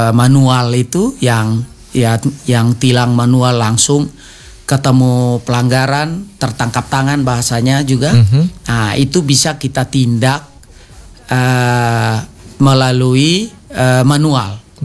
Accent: Kupang, East Nusa Tenggara, Indonesia; kita orang Kupang

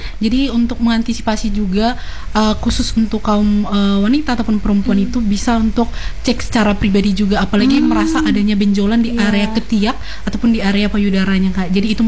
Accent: North Sumatra, Indonesia; saya itu berasal dari Sumatera Utara, jadi suku Batak Toba

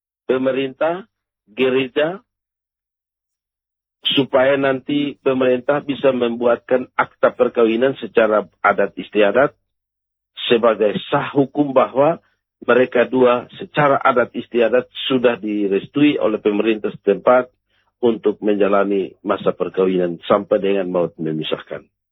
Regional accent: East Nusa Tenggara, Indonesia; kami orang Timur Amarasi itu memiliki marga.

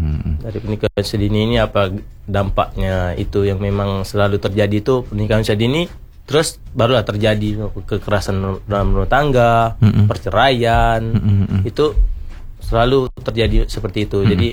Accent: Riau Islands, Indonesia; saya ini asli Lingga, Bang.

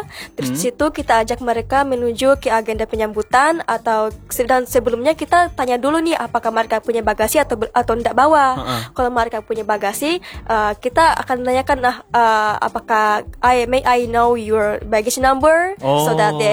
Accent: Wakatobi, Southeast Sulawesi, Indonesia; I'm from Wakatobi in Wangi-Wangi Island, exactly.

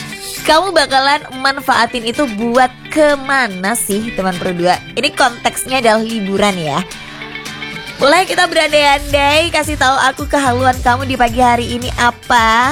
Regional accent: Jember, East Java, Indonesia; kita orang Jember

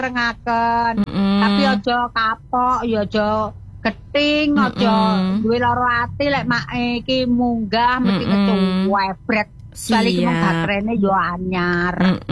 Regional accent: Java, Indonesia; jadi kita orang Jawa harus menggunakan rempah-rempah sampai enak murah juga pengaruh untuk tubuh.

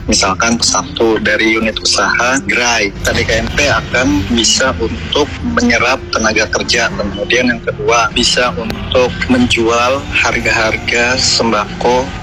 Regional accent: Cirebon, West Java, Indonesia; saya berasal dari Desa Suci, Kabupaten Cirebon.

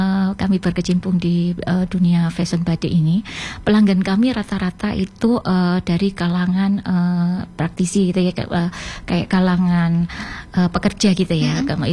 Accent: Indonesia; desa kami, yaitu Desa Ngijo.

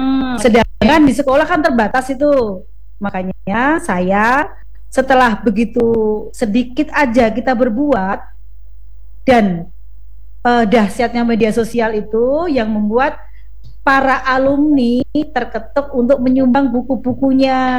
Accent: Muntok, Bangka Belitung Islands, Indonesia; Itu kan kita tahu bahwa daerah saya Mentok itu kan agak pinggir tuh.

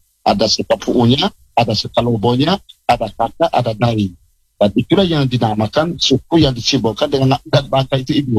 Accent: East Nusa Tenggara, Indonesia; kami orang Ngada khususnya Jawa

